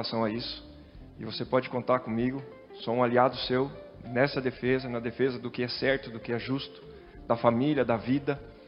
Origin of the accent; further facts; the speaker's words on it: São Paulo, Brazil; Eu venho de família humilde, sou da Zona Sul de São Paulo.